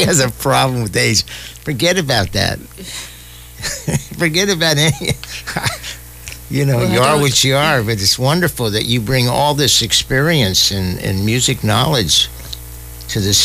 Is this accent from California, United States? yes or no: yes; San Francisco, California, United States; born there; also born or lived in Westlake, Daly City; I went to Lincoln, San Francisco, then I moved out to Westlake.